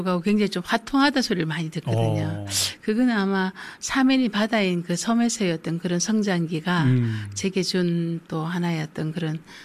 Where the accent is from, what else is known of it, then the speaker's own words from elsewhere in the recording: Ulleungdo, North Gyeongsang, South Korea; 원래 태어난 고향은 경주고요.